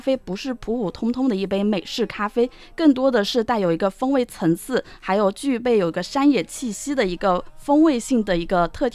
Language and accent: Chinese; Jinjiang, Fujian, China; moved away; also born or lived in Shanghai / Kunming; 虽然就是大城市生活了很久，但是我的根是一直在晋江的，然后我就想回到我们的家乡